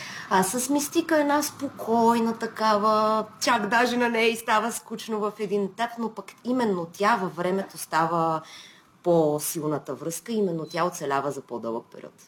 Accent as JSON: {"language": "Bulgarian", "town": "Sofia", "region": "Sofia City", "country": "Bulgaria", "tie": "born there", "said": "И в София живея в момента. Родена съм в София, малко прекарах време."}